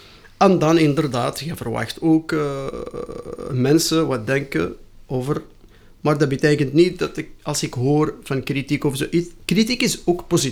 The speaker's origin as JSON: {"language": "Dutch", "country": "Morocco", "moved": "yes", "said": "Ik ben Marokkaan, hè."}